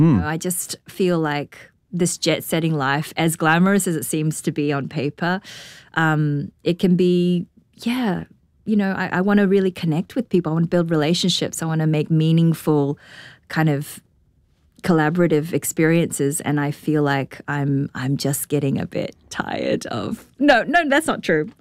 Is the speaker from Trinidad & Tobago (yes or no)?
no; Auckland, New Zealand; moved away; also born or lived in Shanghai, China / Australia; I grew up in Auckland.